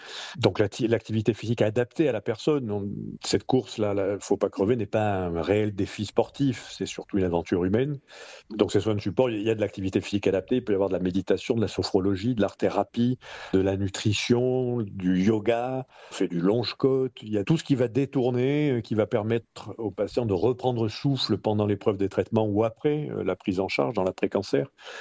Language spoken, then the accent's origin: French; Marseille, Provence-Alpes-Côte d'Azur, France; moved away as an adult; now in Perpignan, France; Je suis marseillais, moi. Ça fait 20 ans que je suis sur Perpignan aujourd'hui, mais j'ai fait toutes mes études et je suis né à Marseille.